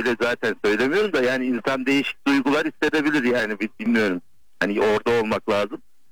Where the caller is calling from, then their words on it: Ankara, Turkey; Ankara'dan arıyorum.